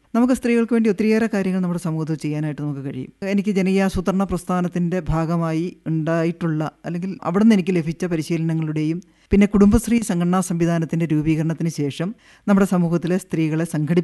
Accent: Komalikkudi, Kerala, India; വൈസൻവാലിയിൽ തന്നെ കോമാളിക്കുടി പ്രദേശത്താണ് ഞാൻ ജനിച്ചു വളർന്നത്.

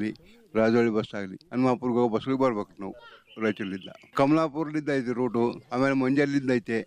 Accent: Nagalapura, Karnataka, India; ಜಾಲ್ಮಂಚಿ, ಉಡುಮಗಲ್, ಖಾನಾಪುರ, ನಮ್ ನಾಗಲಾಪುರ

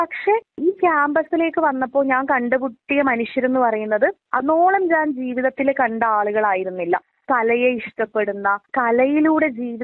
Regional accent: Vaikom, Kerala, India; moved away as an adult; also born or lived in Ernakulam; ആദ്യമായിട്ടായിരിക്കും മറ്റൊരു ജില്ലയിലേക്ക് ഞാൻ പഠിക്കാൻ വരുന്നത്. വൈക്കത്ത് ഒരു നാട്ടിൻപുറ ഗ്രാമത്തിൽ നിന്നും ആദ്യമായിട്ട് എറണാകുളം പോലെയുള്ള ഒരു മഹാനഗരത്തിലേക്ക്

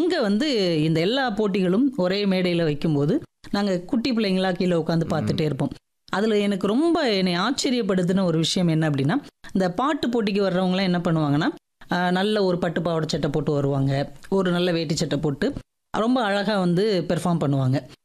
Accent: Rajapalayam, Tamil Nadu, India; என்னுடைய சொந்த ஊர் வந்து ராஜபாளையம். ராஜபாளையத்தில் நான் 7 வரைக்கும் நாடார் மேல்நிலை பள்ளியில் படித்தேன்.

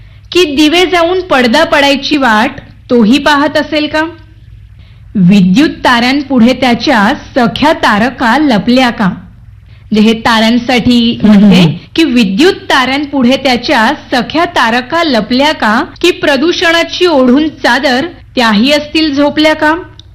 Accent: Devgad, Maharashtra, India; now in Mumbai, India; मी मूळची देवगडची आहे, तर गावी कसं निरभ्र आकाश आपल्याला पाहायला मिळतं आणि आकाशातला चंद्र आणि सगळे तारे बघताना म्हणजे एक विलक्षण नजारा असतो. पण ज्यावेळी मी शहरात आले मुंबईला

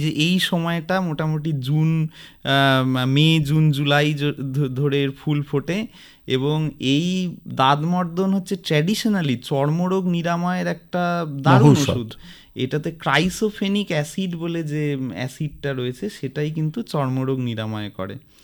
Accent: West Bengal, India; মূলত আমরা যারা উত্তরবঙ্গের বাসিন্দা

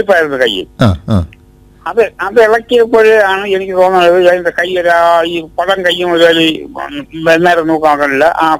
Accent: Karnataka, India; ഞാൻ കർണാടകയിൽ നിന്നാണ്.

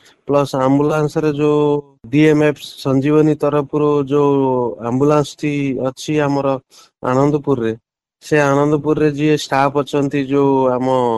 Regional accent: Jalasarpur, Odisha, India; ମୋର ବୟସ ହେଲା 35 ବର୍ଷ, ମୋ ଗାଁ ନାଁ ହେଲା ଜଳସରପୁର ସୁଲଣ ପୋଷ୍ଟ ନନ୍ଦିପଦା ଥାନା ଡିଷ୍ଟ୍ରିକ୍ଟ କେଉଁଝର।

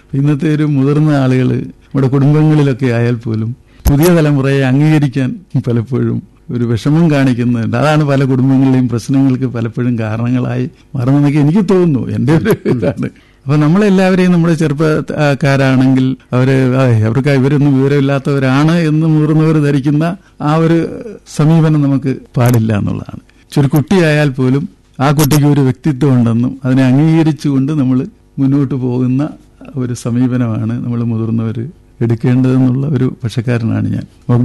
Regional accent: Karunagappally, Kerala, India

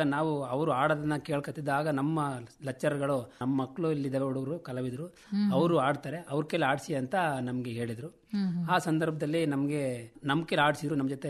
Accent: Aichanahalli, Karnataka, India; ನಾವು ಮೂಲತಃ ಹೊಳೆಸಿಪುರ ತಾಲೂಕು ಐಚನಹಳ್ಳಿ ಗ್ರಾಮದವರು.

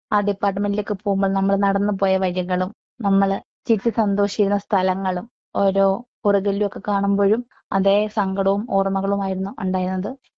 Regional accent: Kottarakkara, Kerala, India; ഞാൻ കൊട്ടാരക്കര സ്വദേശിനി ആയതുകൊണ്ട് തന്നെ എവിടെ പോയാലും നാട് ചോദിക്കുമ്പോൾ കൊട്ടാരക്കര എന്ന് പറയുമ്പോൾ ചേർന്ന് വരുന്ന ഒരു വാക്കാണ് ഉണ്ണിയപ്പം കൊണ്ടുവരാണ്.

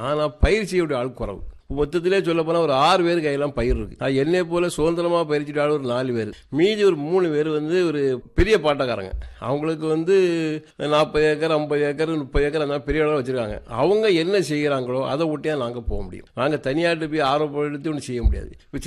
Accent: Erachakulam, Tamil Nadu, India; என்னுடைய சொந்த ஊர் இறச்சகுளம். … கிட்டத்தட்ட ஒரு 40 வருஷம் மாட்டு விவசாயம் பண்ணிட்டு இருக்கேன். எங்க தாத்தா எங்க அப்பா எல்லாருமே பூர்வீகம் மாட்டு நாங்க விவசாயமும் வியாபாரமும்

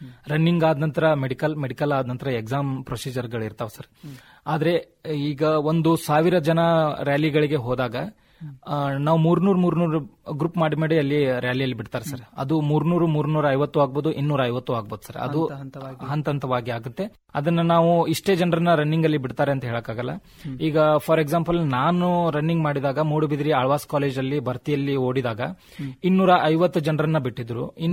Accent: Karnataka, India; moved away as an adult; now in Tenga, India; ನಮ್ಮ ಉತ್ತರ ಕರ್ನಾಟಕದ ಭಾಗದಲ್ಲಿ ನಮ್ಮ ವಿಜಯಪುರ, ವಾಪಸ್ ಈಗ ನಮ್ಮ ಬಾಗಲಕೋಟೆ, ಗುಲ್ಬರ್ಗಾ, ಬೀದರ್

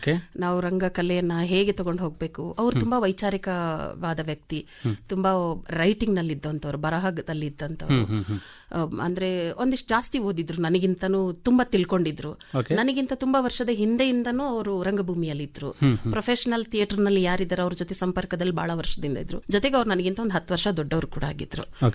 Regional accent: Kodagu, Karnataka, India; born or raised there; moved away as an adult; now in Bengaluru, India

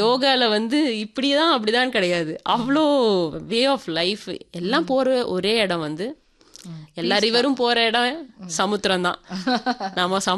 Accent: Coimbatore, Tamil Nadu, India; ஆமாம், அங்கே வந்து என்னோட ஸ்கூலிங்ஸ் ஃபுல்லாமே அங்கே தான் முடித்தேங்க.

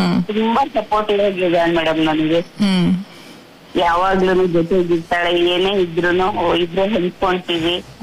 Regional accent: Shivamogga, Karnataka, India; ಸಣ್ಣದ್ರಿಂದ ನಾವು ಶಿವಮೊಗ್ಗದಲ್ಲಿ ಜೊತೆಗೆ ಬೆಳೆದಿದ್ದು, ಈಗ ಭದ್ರಾವತಿಯಲ್ಲಿ ಭೂತನ್ ಗುಡಿಯಲ್ಲಿ ಅವಳು ಮದುವೆಯಾಗಿ ಬಂದಿದ್ದಾಳೆ, ನಾನು ಮದುವೆಯಾಗಿ ಇಲ್ಲೇ ಇದ್ದೀನಿ.

